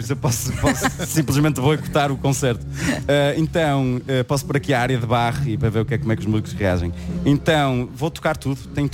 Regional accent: Maia, Norte, Portugal; now in Lisbon, Portugal; eu sou do norte, eu sou da Maia. Eu gosto muito desta zona.

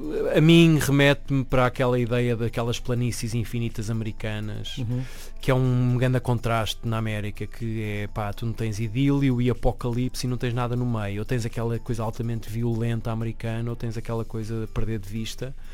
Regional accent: Porto, Norte, Portugal; Eu sou portuense

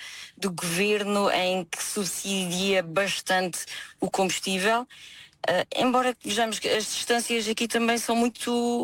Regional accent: Centro, Portugal; moved away as an adult; also born or lived in Angola; Como eu não sou da zona de Lisboa

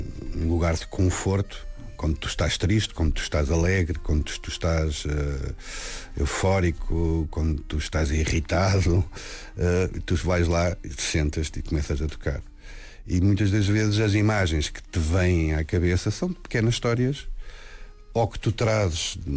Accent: Lisbon, Portugal; Eu nasci em Lisboa, vivia na urbe e serei sempre um gajo urbano. Urbano.

